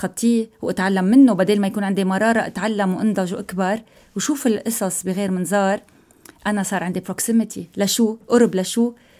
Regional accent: Lebanon; ببلد مثل بلدنا لبنان

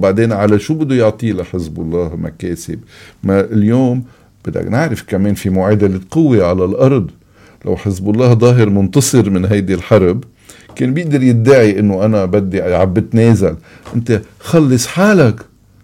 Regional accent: Lebanon; نحن كشعب لبناني

